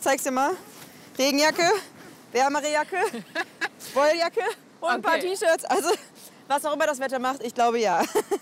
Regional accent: Northern Germany, Germany; moved away; Ich komme ja ursprünglich aus dem Norden.

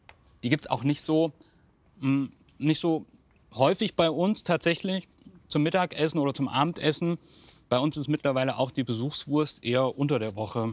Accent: Germany; Also für uns Rhöner ist es immer ein großes Ding mit dem Zusammenhalt.

